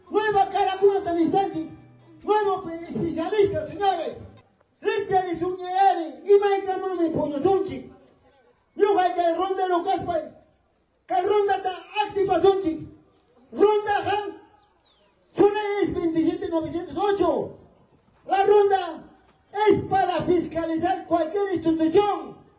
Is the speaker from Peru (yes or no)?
yes; Tarcanayo, Ayacucho, Peru; soy de Tarcanayo.